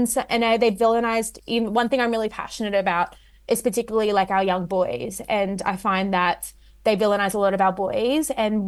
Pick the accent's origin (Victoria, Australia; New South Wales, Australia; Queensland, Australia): New South Wales, Australia; Sydney; Without knowing that I was from Western Sydney, was like, oh, thank God for Western Sydney, otherwise we'd have no news stories.